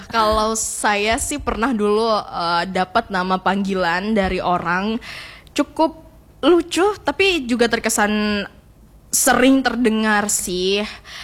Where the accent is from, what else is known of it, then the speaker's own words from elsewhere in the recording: Polewali Mandar, West Sulawesi, Indonesia; Saya orang Polman, saya bangga.